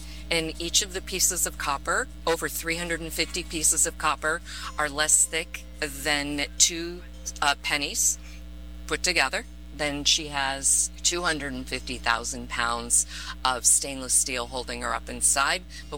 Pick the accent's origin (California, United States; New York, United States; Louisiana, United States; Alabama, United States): New York, United States